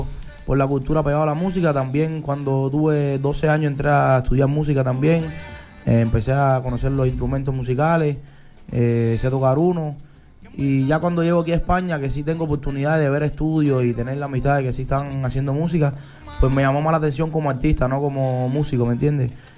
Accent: Cuba; moved away; nosotros somos cubanos

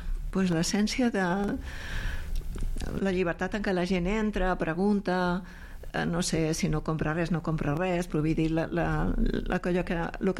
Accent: Caldes, Catalonia, Spain; El meu poble no el canviaria per res, per cap altre.

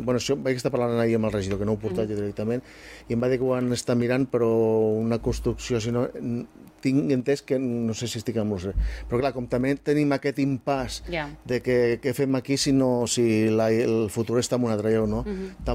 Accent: Sant Fruitós de Bages, Catalonia, Spain; moved away as an adult; also born or lived in Manresa; now in Rajadell, Spain; jo sóc de Manresa, bueno, de Sant Fruitós, vaig viure molts anys a Manresa, i el 2002 vaig anar a viure a Rajadell, i jo ara em sento totalment rajadellent

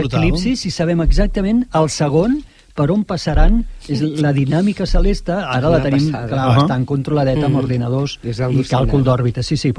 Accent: Tarragona, Catalonia, Spain; born there; festa a Tarragona, on serà Total i és la meva ciutat natal.

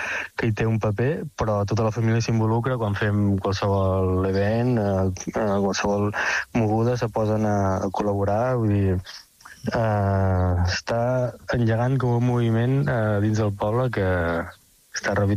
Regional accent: Reus, Catalonia, Spain; moved away as an adult; now in Mallorca, Spain; jo personalment vinc de Reus i des de que tinc memòria que vaig per sota dels gegants

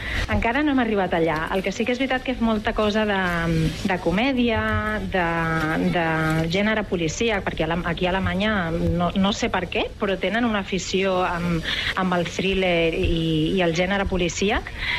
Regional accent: Catalonia, Spain; accent: Catalan; Jo suposo que és la influència aquesta del català en el meu accent.

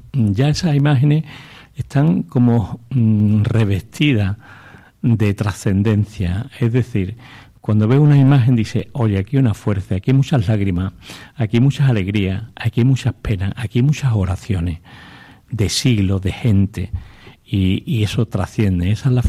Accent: Seville, Andalusia, Spain; moved away as an adult; now in Canary Islands, Spain; Yo, que vengo también de una tierra mariana, también descubro que es un tesoro que en Sevilla, en mi pueblo

